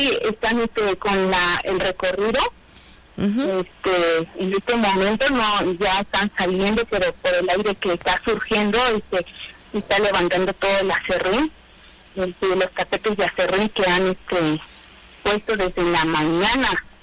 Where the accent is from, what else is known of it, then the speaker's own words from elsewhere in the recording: San Andrés Chicahuatlán, Oaxaca, Mexico; now in Tlaxiaco, Mexico; originalmente soy originaria de San Andrés, Chicahuatlán.